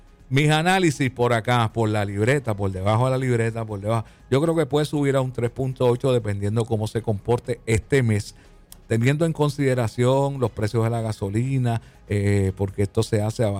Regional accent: Puerto Rico

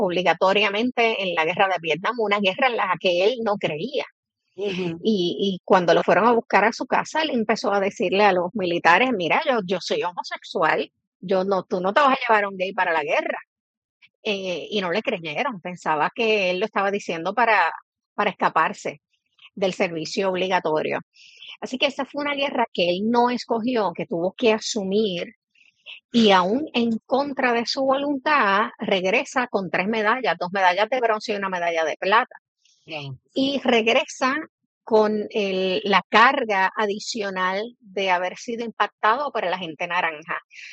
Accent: Mayagüez, Puerto Rico; Y una, por supuesto, en Mayagüez, que es mi pueblo natal.

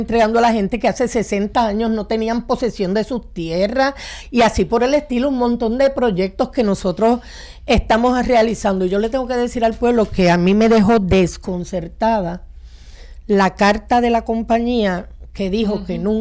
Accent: Juncos, Puerto Rico; Yo conozco a doña Blanca. Es de Caguas, yo soy de Juncos.

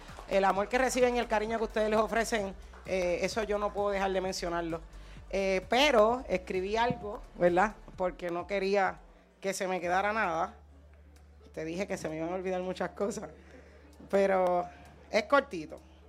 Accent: Carolina, Puerto Rico; El negocio está ubicado en el barrio donde yo me crié, en donde yo nací, en el cual viví hasta hace 3 años atrás. Es el barrio Sabana Bajo, en Carolina.

